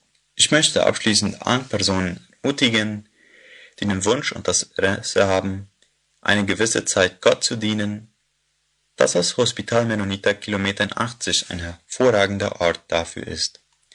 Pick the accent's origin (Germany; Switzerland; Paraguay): Paraguay; Neuland, Boquerón; ich komme aus der Kolonie Neuland